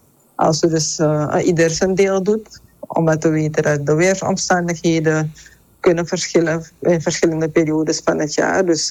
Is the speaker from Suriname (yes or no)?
yes; Suriname; we allemaal als Surinamers